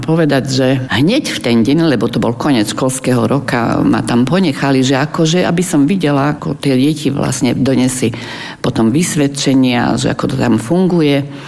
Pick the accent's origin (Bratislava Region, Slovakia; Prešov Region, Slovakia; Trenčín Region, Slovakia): Prešov Region, Slovakia; Prešov; ja som Prešovčanka